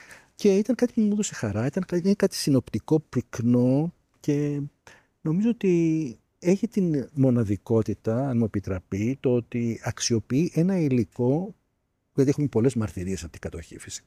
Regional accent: Athens, Attica, Greece; μεγάλωσα στην Πατησίων. Έχω βίωμα λοιπόν

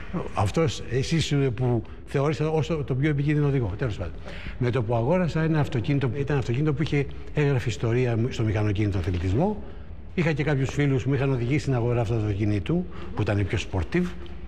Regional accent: Erythraia, Attica, Greece; Στην Ερυθρέα.

